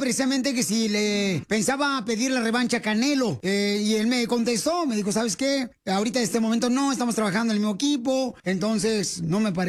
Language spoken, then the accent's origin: Spanish; Ocotlán, Jalisco, Mexico; Puede ser en Ocotlán, Jalisco, la pelea en mi tierra natal, babuchón, pero yo te diré.